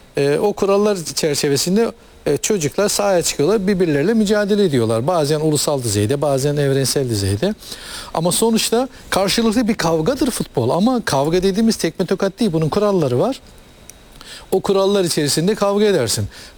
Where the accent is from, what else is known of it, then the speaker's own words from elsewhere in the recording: Trabzon, Turkey; Trabzon'da büyüdüm ben.